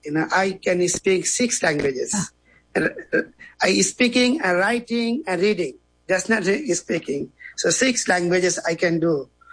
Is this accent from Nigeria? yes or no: no; India; English is a second language; moved away; I was born and raised in India.